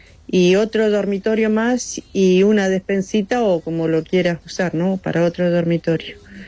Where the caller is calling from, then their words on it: Bahía San Blas, Buenos Aires Province, Argentina; de acá de Bahía San Blas.